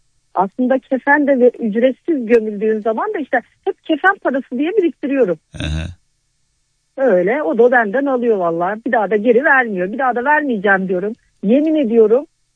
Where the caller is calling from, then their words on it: Amasya, Turkey; Ben Amasyalıyım. Kartlı.